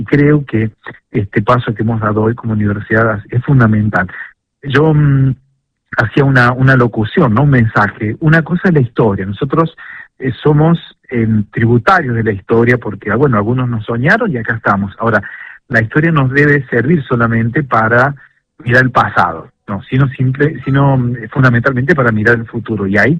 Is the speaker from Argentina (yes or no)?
yes; Villa Mercedes, San Luis, Argentina; yo soy de Villa Mercedes, me conocen desde hace mucho tiempo